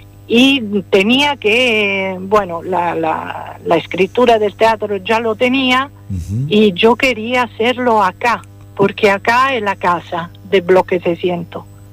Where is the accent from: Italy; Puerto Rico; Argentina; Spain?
Italy; Rome, Lazio; Spanish is a second language; Se escucha muy bien que soy italiana, ¿no?